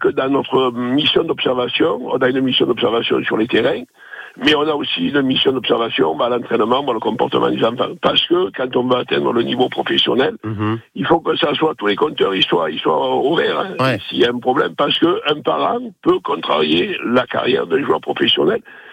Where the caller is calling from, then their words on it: La Ciotat, Provence-Alpes-Côte d'Azur, France; Je suis à La Ciotat